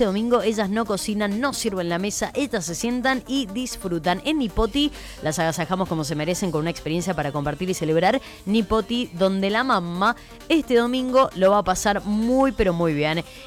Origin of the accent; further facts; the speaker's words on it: Mendoza, Argentina; yo no tomo alcohol. Es decir que también soy mendocina y no le hago honor al vino, ¿no?